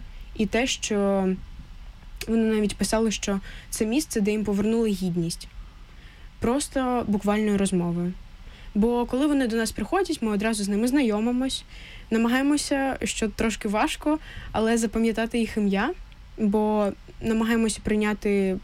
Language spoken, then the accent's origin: Ukrainian; Sloviansk, Donetsk Oblast, Ukraine; Слов'янськ. Угу. Я зі Слов'янська, так.